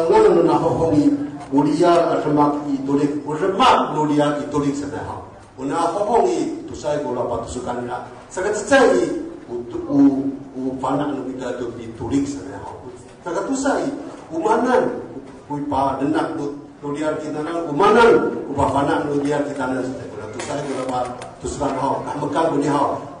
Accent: Taitung County, Taiwan

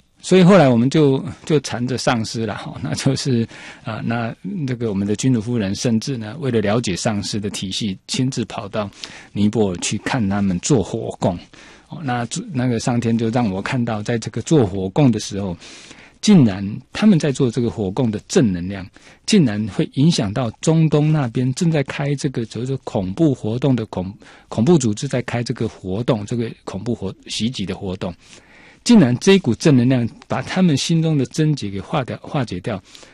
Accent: Taiwan; 我们台湾人

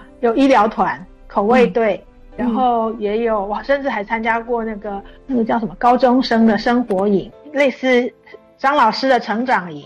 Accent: Taipei, Taiwan; moved away as an adult; also born or lived in Kaohsiung; 我来到高雄的时候，我是台北人，我在西门町生的。

